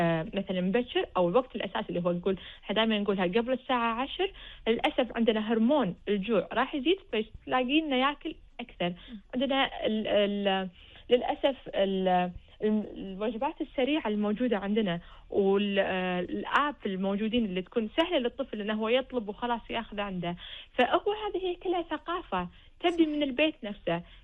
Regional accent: Kuwait; احنا عندنا بالكويت مع الجو الحار

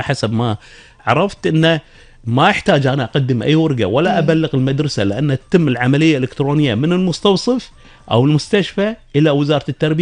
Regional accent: Kuwait; عندنا بالكويت

